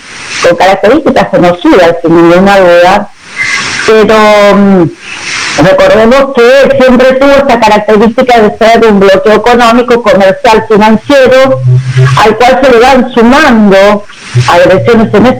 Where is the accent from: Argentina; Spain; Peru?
Argentina; yo soy argentina, que vivimos en la Argentina, tomamos una dimensión clara de lo que significa ser una neocolonia